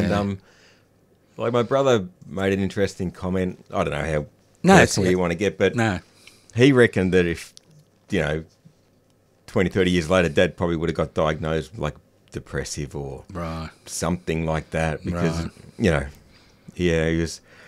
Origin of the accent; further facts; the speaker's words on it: Geelong, Victoria, Australia; born there; also born or lived in Colac; I was born in Geelong Hospital. Family was living in Colac at the time